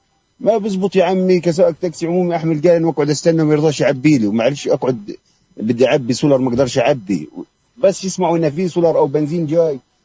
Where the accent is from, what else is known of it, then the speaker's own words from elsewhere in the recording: Palestine; انا بحكي بمنطلق العاطفه وبمنطلق اني ابن فلسطين انا بعنيني كل واحد بفلسطين